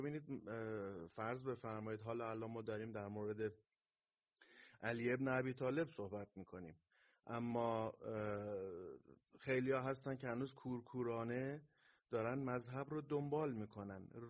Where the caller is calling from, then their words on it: Iran; ما ایرانی هستیم